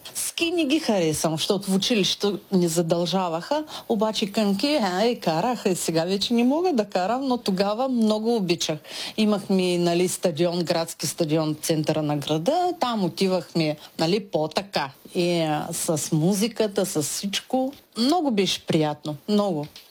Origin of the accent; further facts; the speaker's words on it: Tyumen, Tyumen Oblast, Russia; moved away; Родена съм в голям град, Тюменска област, от самия град Тюмен. Той е голям, много красив град. Ако видите в интернет, можете да намерите. Много е хубав, много е красив. Това е Западна Сибир.